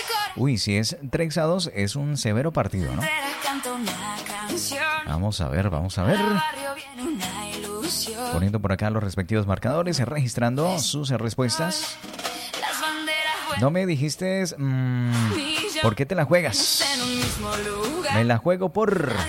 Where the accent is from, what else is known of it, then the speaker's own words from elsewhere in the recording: Cúcuta, Norte de Santander, Colombia; nosotros somos Toche, ¿no? Los Toches de Cúcuta. Los Toches de mi tierra.